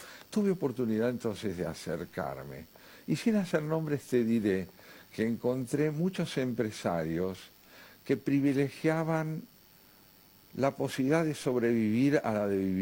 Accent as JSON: {"language": "Spanish", "country": "Argentina"}